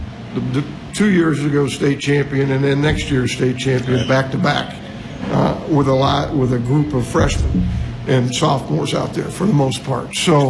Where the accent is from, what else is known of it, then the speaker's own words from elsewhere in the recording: Florida, United States; moved away as an adult; also born or lived in Mount Vernon, Iowa; now in Iowa, United States; I grew up in South Florida, came to Cornell College as a player, and over in Mount Vernon, Iowa